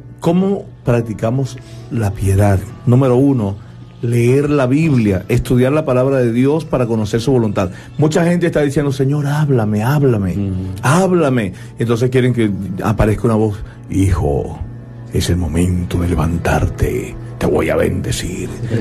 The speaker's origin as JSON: {"language": "Spanish", "country": "Venezuela", "said": "yo estoy en Venezuela y soy venezolano"}